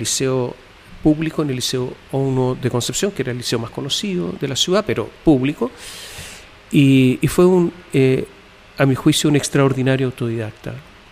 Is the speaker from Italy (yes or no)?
yes; Italy; also born or lived in United States; Yo soy italiana, yo nací en Estados Unidos por casualidad y tenía naturalmente que nacionalidad italiana